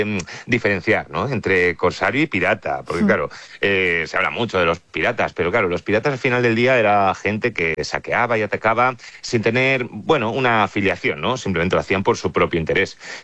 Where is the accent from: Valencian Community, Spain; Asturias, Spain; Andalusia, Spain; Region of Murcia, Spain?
Valencian Community, Spain; Alicante